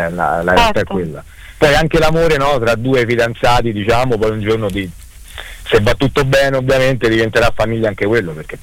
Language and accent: Italian; Civita Castellana, Lazio, Italy; Civita Castellana, mi trovo attualmente a Civita Castellana, tra provincia di Viterbo, ma tra Roma e Viterbo, diciamo, metà strada.